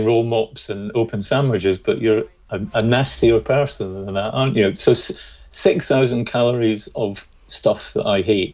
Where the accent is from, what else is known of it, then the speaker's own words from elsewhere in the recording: Scotland, United Kingdom; I'm going to brush up on my Scottish accent because I'm often accused of not being a proper Scot